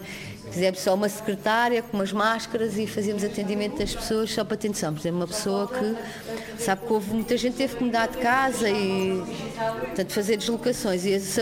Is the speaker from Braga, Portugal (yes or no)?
no; Almada, Lisbon, Portugal; born there; Sim, eu não nasci aqui, não é? Nasci em Almada. Minha juventude também sempre relacionei com pessoas aqui, conheço o Monte da Caparica, mas depois só vim trabalhar para cá em 2008.